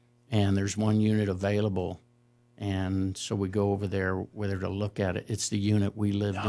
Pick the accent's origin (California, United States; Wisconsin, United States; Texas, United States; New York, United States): Texas, United States; Houston; I was from Houston, and so it rains plenty.